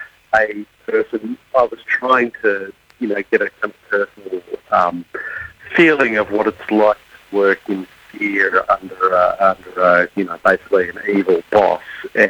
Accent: Sydney, New South Wales, Australia; Well, I'm from Sydney. I was a novelist before I was a journalist

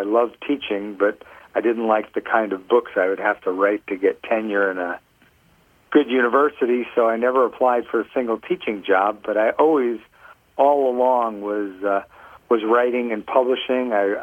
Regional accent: Queens, New York, United States; born or raised there; also born or lived in Stamford, Connecticut; now in Marblehead, United States

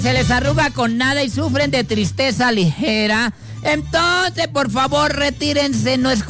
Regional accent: Mexico; Y estamos felices los mexicanos

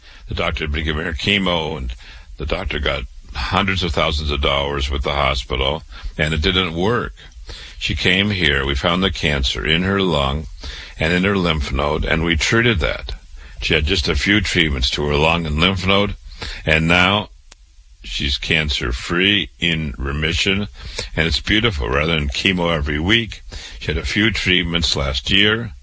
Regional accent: Waterloo, Iowa, United States; born or raised there

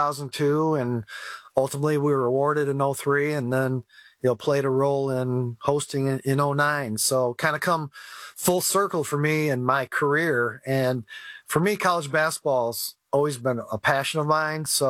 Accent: Lansing, Michigan, United States; I grew up in Lansing and played both sports at Lansing Catholic Central.

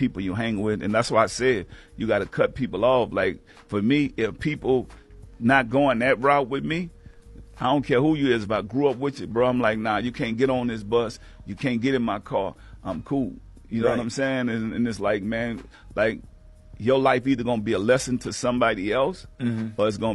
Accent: New Orleans, Louisiana, United States; Yeah, so you know, I'm from New Orleans, and then I went to Richmond, California.

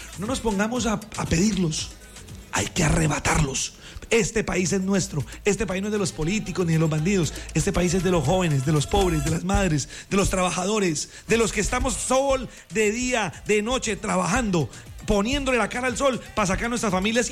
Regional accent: Santander, Colombia; Que como es santandereano, entonces habla un poquito golpeado, que ese pelado le van a mamar gallo.

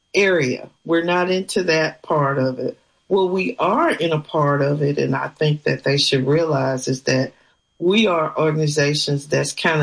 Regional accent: Alexandria, United States; It's been very interesting because Alexandria is my hometown. I came back here after 20 years of living in a 8 million metropolis area.

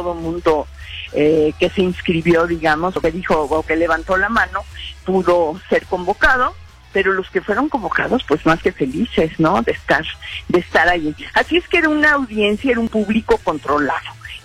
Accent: Mexico; Pues así somos los mexicanos, ¿no? Así somos en México, somos cálidos, abrimos la puerta, abrimos el corazón

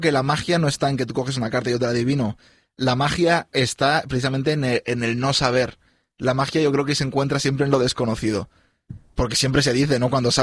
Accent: Benicarló, Valencian Community, Spain; Yo soy de Benicarló

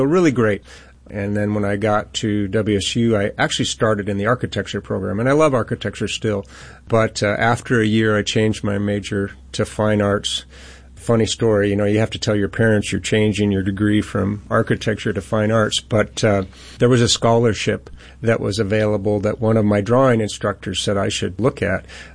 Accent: Spokane, Washington, United States; moved away as an adult; now in Seattle, United States; We moved to Spokane in 1970, I believe it was. Started the first grade at University Elementary School. Graduated from University High School in 1983.

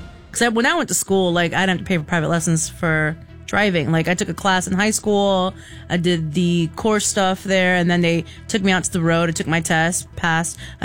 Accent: Florida, United States; I grew up in Florida.

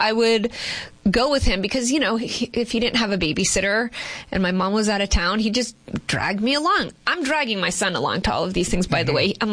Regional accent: Boston, Massachusetts, United States; born there; accent: Boston; I was born in Boston, Massachusetts.

